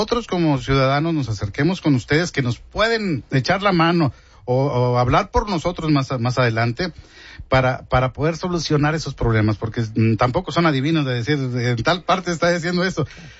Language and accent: Spanish; Nuevo León, Mexico